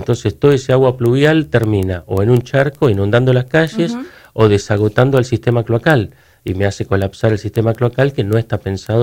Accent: El Calafate, Santa Cruz, Argentina; Yo que soy de Calafate

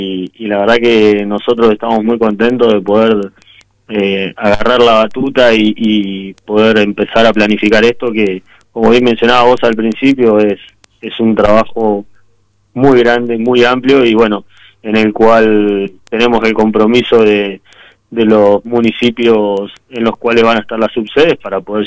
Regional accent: Santa Cruz, Argentina; yo que soy nacido y criado acá en Santa Cruz

